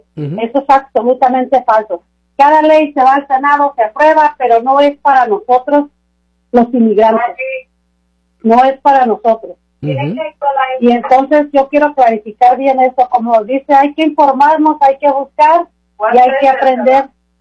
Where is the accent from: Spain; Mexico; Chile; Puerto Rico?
Mexico; now in Washington, United States; soy mexicana a mucho orgullo.